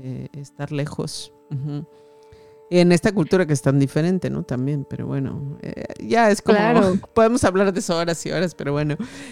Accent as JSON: {"language": "Spanish", "region": "Mexico City", "country": "Mexico", "tie": "born there", "said": "viví la mayor parte de mi vida en la Ciudad de México"}